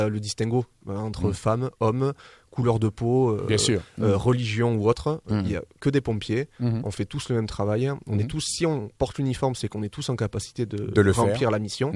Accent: Hinx, Nouvelle-Aquitaine, France; Moi, je suis issu de Hengs.

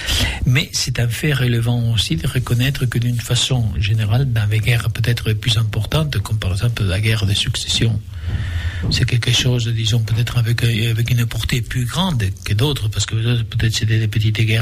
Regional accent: Franja de Ponent, Spain; Jo m'he criat a la Franja de Ponent també

